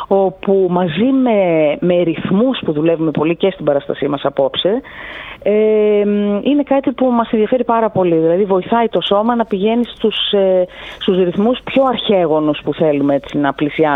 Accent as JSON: {"language": "Greek", "country": "Greece"}